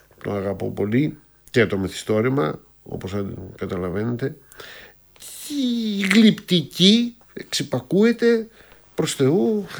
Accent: Peloponnese, Greece; born there; first language Greek; moved away as an adult; also born or lived in Athens, Greece / France; Ποιος είμαι εγώ που είμαι Έλληνας, που γεννήθηκα στην Πελοπόννησο, που σπούδασα στην Αθήνα, που μιλάω την ελληνική γλώσσα, η οποία ήταν και η μόνη γλώσσα που ήξερα και μίλαγα, και τότε μάθαινα και γαλλικά.

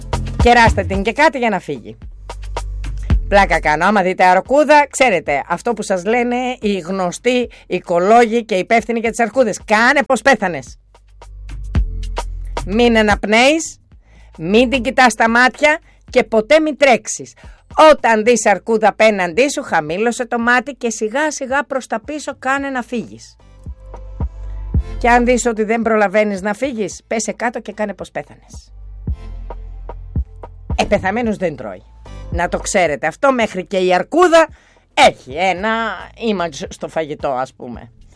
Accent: Greece

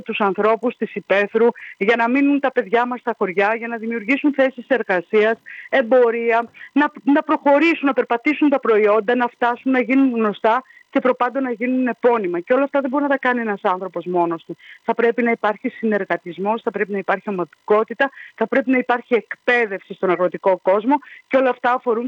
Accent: Western Macedonia, Greece; Ως Έλληνες αγρότες και ως Δυτική Μακεδονία

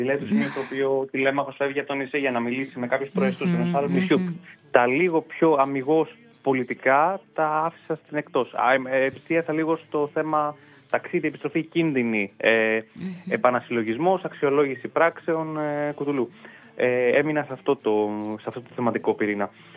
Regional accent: Greece; εμείς είμαστε Έλληνες

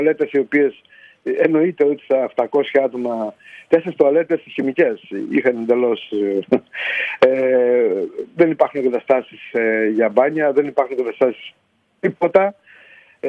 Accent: Greece; ως Έλληνες

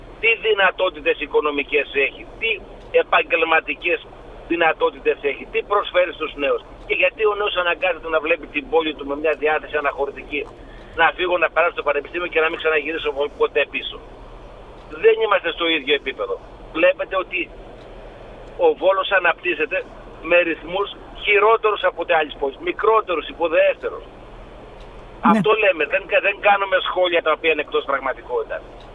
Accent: Volos, Thessaly, Greece; Εγώ που μεγάλωσα στη Νέα Ιωνία

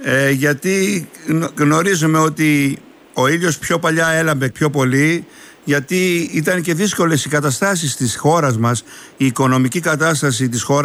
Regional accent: Greece

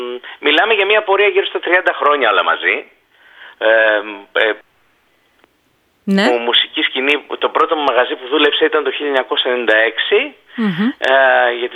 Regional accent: Korydallos, Attica, Greece; born there; εγώ είμαι Πειραιώτης στην καταγωγή. Έχω γεννηθεί Κορυδαλό, δηλαδή, όπου και κατοικώ.

